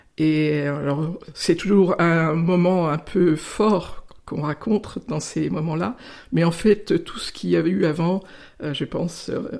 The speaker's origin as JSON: {"language": "French", "region": "Grand Est", "country": "France", "tie": "born or raised there", "said": "Très vite, mes parents sont partis en Lorraine pour des raisons professionnelles. Et puis j'ai grandi donc en Lorraine jusqu'à l'âge de 16 ans."}